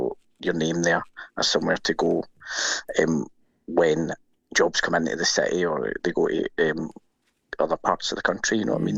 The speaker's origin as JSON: {"language": "English", "town": "Glasgow", "region": "Scotland", "country": "United Kingdom", "tie": "born or raised there", "said": "it's always good, as someone who's born and bred in Glasgow, to be working in the city I was born and grew up in and see that on the big screen."}